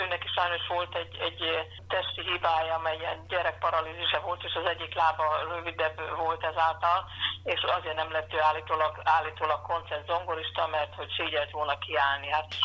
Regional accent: Nyíregyháza, Szabolcs-Szatmár-Bereg, Hungary; also born or lived in Esztergom; elvitt Nyíregyházán a zeneiskolába, mert ugye ott nőttem föl, ugyan Esztergomban születtem, de hát állandóan költöztünk

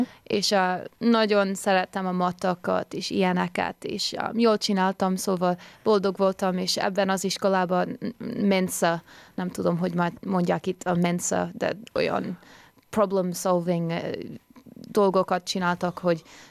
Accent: Australia; born there; Hungarian is a second language; also born or lived in Hungary; Itt születtem, de egy évkoromban mentem Ausztráliába az anyám és az apámmal, és akkor pár hónapig ott voltunk, mert az apa ott dolgozott, de visszajöttem a Magyarországba csak 2 évig

